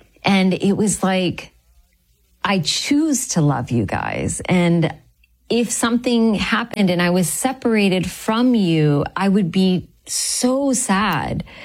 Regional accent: Sri Lanka; also born or lived in Calgary, Canada / Texas, United States; So I was born in Canada. Okay. I was born in Calgary, and then my family shifted to the States. So I grew up in Texas for a while, and then my parents sadly got divorced. And so my mom moved my brother and I to Sri Lanka

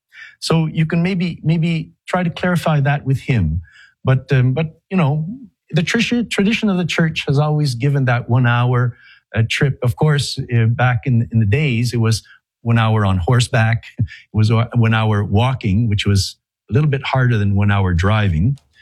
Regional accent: Saguenay, Quebec, Canada; moved away; I'm French Canadian. I'm actually from a place called Saguenay, Lake St. John, a city called Chicoutimi, north of Quebec City. And it very, very Catholic origins

